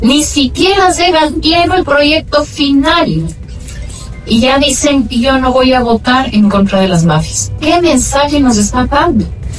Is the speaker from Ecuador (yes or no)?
yes; Ecuador; como ciudadanos, como ecuatorianos, somos los primeros que tenemos que estar vigilantes